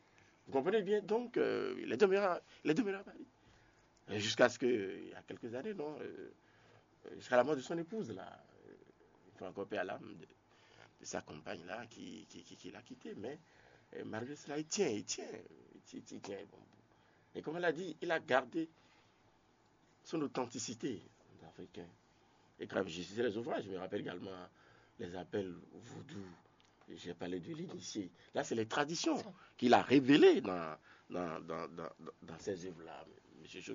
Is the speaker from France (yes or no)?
no; Benin; Parce que, entre-temps, la révolution s'est appris par là, chez nous au Bénin.